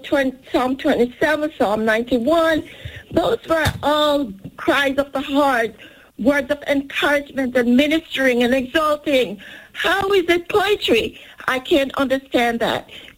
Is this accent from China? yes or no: no; Jamaica; now in Fort Lauderdale, United States; I was born and raised in Jamaica.